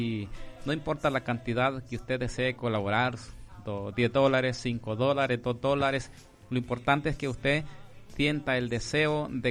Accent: Perquín, Morazán, El Salvador; Porque estamos participando de la Radiotón 2026 y pues venimos de la zona de Perquín, Rancho Quemado.

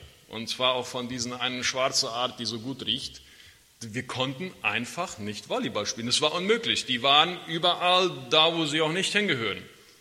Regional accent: Chaco, Paraguay; Ich bin im Chaco aufgewachsen, in einem Dorf, in einem relativ kleinen Dorf.

